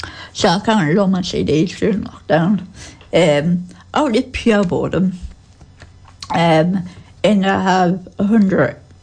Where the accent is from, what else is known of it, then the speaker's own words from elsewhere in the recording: Algeria; moved away; I grew up in Algeria